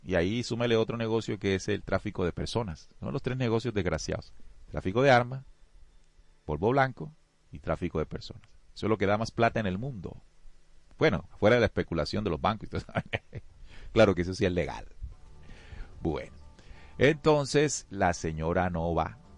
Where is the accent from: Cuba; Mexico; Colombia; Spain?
Colombia; Eso es lo que nosotros como colombianos, ¿qué nos importa?